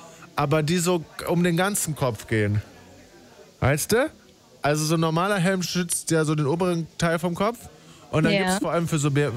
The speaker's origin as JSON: {"language": "German", "region": "Berlin", "country": "Germany", "said": "Ich komme aus Berlin. Hier dürfen alle sein, wie wir wollen."}